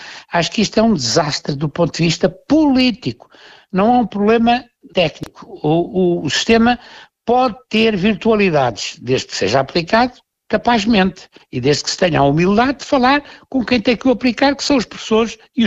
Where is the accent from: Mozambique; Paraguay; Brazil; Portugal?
Portugal; Nós somos todos gente que quer o State Dormund, somos nós portugueses